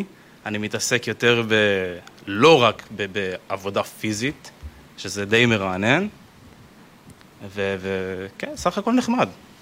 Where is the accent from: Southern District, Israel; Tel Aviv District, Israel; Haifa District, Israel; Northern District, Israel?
Haifa District, Israel; Haifa; moved away as an adult; now in Central Israel; אני בן 26, מחיפה, במקור. עברתי למרכז לשנה האחרונה.